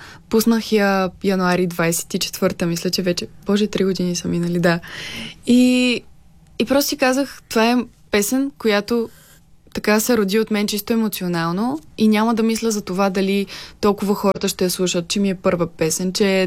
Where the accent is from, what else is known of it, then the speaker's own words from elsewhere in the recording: Petrich, Blagoevgrad Province, Bulgaria; moved away; Още даже от мъничка, като живях в родния ми град Петрич